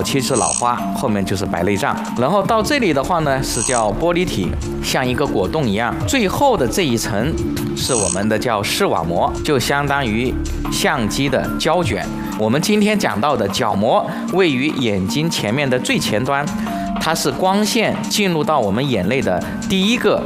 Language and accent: Chinese; China; 我们中国人